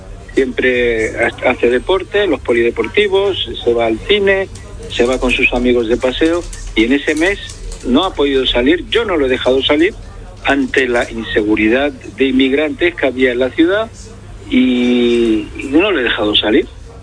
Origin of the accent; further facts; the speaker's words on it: Ceuta, Spain; Yo soy musulmán, yo soy ceutí y soy español.